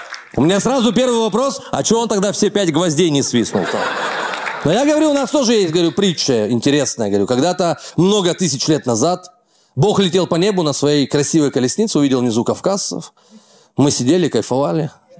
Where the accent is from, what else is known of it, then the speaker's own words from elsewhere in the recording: Rostov-on-Don, Rostov Oblast, Russia; так как я из Ростова